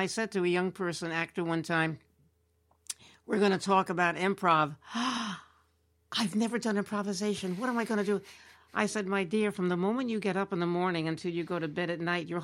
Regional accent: Bronx, New York, United States; born there; I was born in the Bronx.

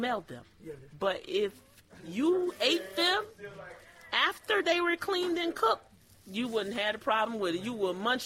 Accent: the South, United States; I mean, I'm from the South, and I know particularly growing up in the South, we ate a lot of pork dishes, chitlins, neck bones, and all that type of stuff.

